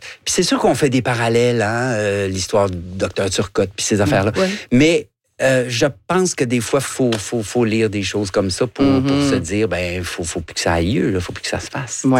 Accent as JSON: {"language": "French", "country": "Guadeloupe", "tie": "born or raised there"}